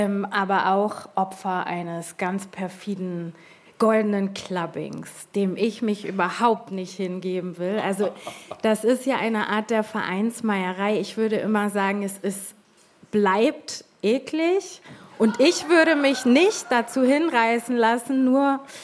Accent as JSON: {"language": "German", "region": "Hamburg", "country": "Germany", "said": "Ich bin nicht Sylterin, ich bin Hamburgerin"}